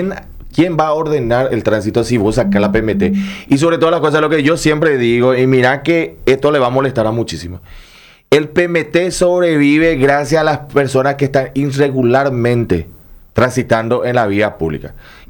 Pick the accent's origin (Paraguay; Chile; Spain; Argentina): Paraguay